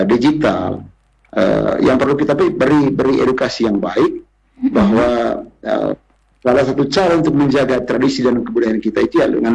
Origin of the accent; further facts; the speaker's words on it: Manggarai, East Nusa Tenggara, Indonesia; tradisi ini nanti akan menjadi kebiasaan kita orang Manggarai, bahwa bahwa menggunakan pakaian yang menurut kita orang Manggarai tidak sopan di tempat umum itu akan menjadi hal yang biasa-biasa saja untuk generasi muda kita.